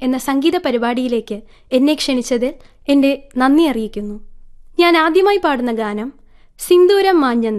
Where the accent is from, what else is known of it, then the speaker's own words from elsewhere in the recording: Thiruvananthapuram, Kerala, India; തിരുവനന്തപുരം മണക്കാട് സ്വദേശിയാണ്.